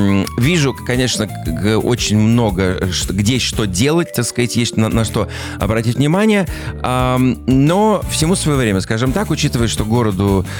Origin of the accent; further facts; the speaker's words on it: Novosibirsk, Novosibirsk Oblast, Russia; born there; moved away; Я действительно из Новосибирска. Именно из Новосибирска. Да. Я всегда с гордостью говорю вообще в любой точке земного шара, что я родился в Сибири, что я сибиряк.